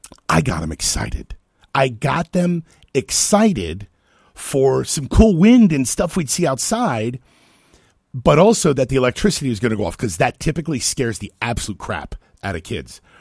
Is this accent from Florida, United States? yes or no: yes; Florida, United States; I'm from Florida.